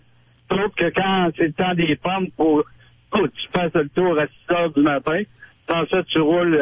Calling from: Quebec City, Quebec, Canada; je viens de Québec

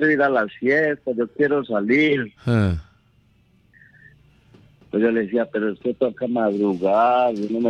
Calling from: Don Matías, Antioquia, Colombia; yo y de por acá Don Matías.

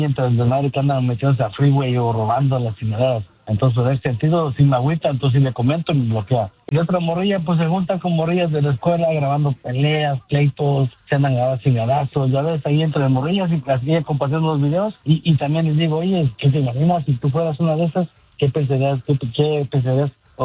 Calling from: Los Angeles, California, United States; Aquí andamos trabajando aquí en el Valle de San Fernando.

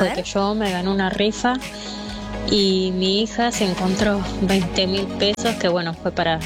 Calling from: Pilar, Buenos Aires Province, Argentina

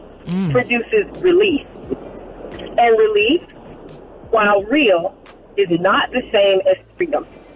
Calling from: Georgia, United States; I'm calling from Georgia.

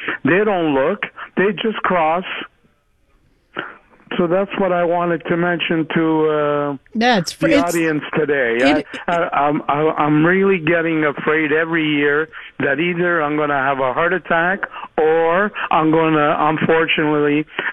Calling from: Laval, Quebec, Canada

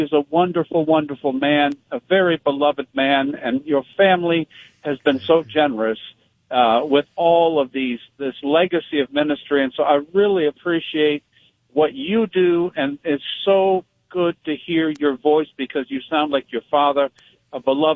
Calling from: Michigan, United States; I'm calling from Michigan on the road here

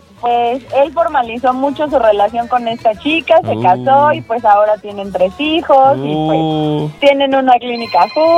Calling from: Mexico City, Mexico; De Iztapalapa

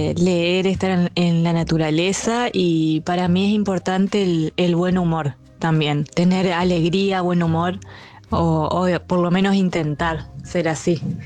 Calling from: Santa Fe, Argentina; de Santa Fe.

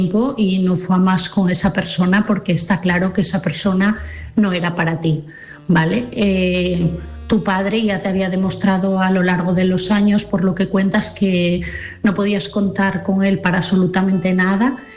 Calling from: Asturias, Spain; de Asturias

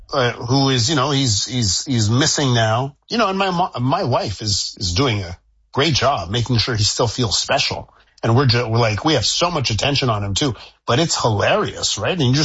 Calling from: Quebec, Canada

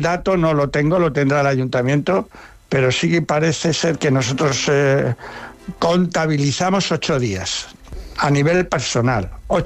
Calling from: Madrid, Community of Madrid, Spain; Yo soy de Madrid.

